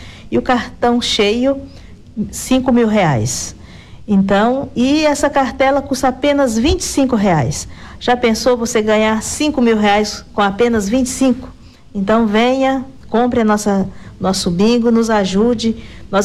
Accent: Minas Gerais, Brazil; nós somos mineiros

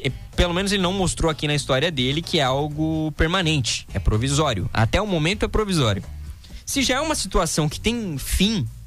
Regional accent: São Paulo, Brazil; um mora em outro estado, em Goiás, 4 anos, e sou de São Paulo.

